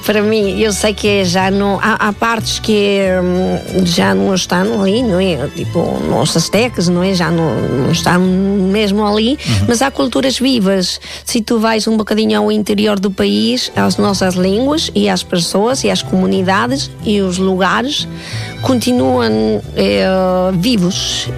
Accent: Mexico; Portuguese is a second language; now in Porto, Portugal; Claro que sou mexicana

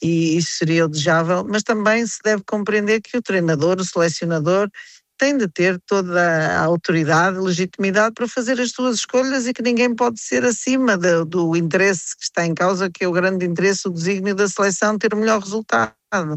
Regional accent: Portugal; enquanto portuguesa

